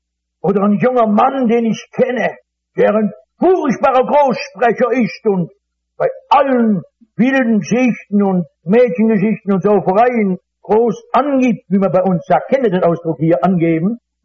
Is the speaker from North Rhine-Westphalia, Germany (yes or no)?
yes; North Rhine-Westphalia, Germany; ich komme aus dem Ruhrgebiet.